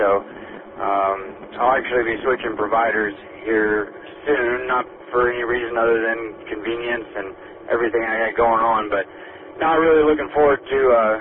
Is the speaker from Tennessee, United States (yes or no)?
yes; Chattanooga, Tennessee, United States; moved away; until I moved from Chattanooga, I'm from Chattanooga, Tennessee